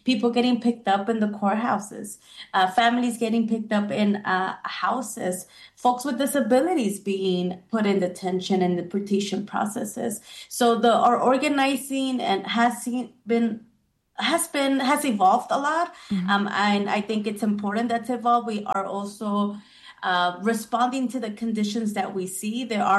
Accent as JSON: {"language": "English", "region": "Oaxaca", "country": "Mexico", "lives_now": "United States", "said": "We are indigenous from Zapoteca community."}